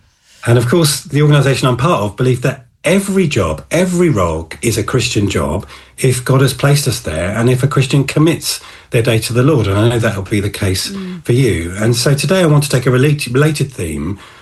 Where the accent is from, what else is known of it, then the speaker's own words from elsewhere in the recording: London, United Kingdom; I was born in Wimbledon